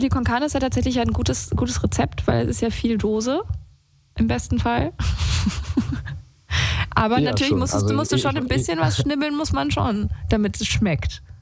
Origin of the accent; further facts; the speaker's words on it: Saarland, Germany; moved away as an adult; also born or lived in Austria / Croatia; now in Berlin, Germany; Und ich komme nicht aus Berlin, also ich komme eigentlich aus dem Saarland, der so ganz JWD. Und deswegen, und habe zwischendurch aber auch einfach mal ein halbes Jahr in Kroatien gewohnt